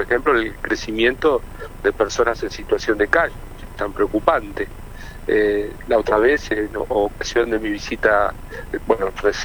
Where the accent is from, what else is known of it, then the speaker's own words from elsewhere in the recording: Buenos Aires, Argentina; now in Mendoza, Argentina; No, bueno, yo, si soy bien, soy originario del AMBA, estoy en Mendoza, ¿no?